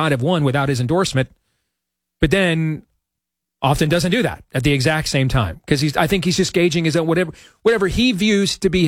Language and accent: English; Iowa, United States; born there